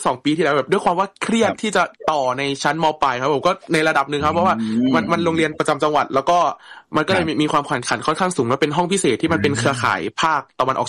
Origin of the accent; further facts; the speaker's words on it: Mukdahan, Thailand; ผมเกิดและโตในจุดที่เรียกว่าในเมืองพอสมควรแล้วก็คืออยู่ใหญ่อยู่ในใจกลางเมืองเลยถ้าในจังหวัดมุกดาหาร